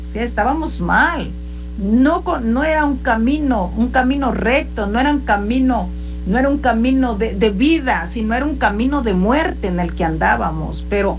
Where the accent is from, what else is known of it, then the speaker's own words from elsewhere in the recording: Guerrero, Mexico; Cuando yo estaba chica, en Guerrero, donde yo nací, cuando vivían mis padres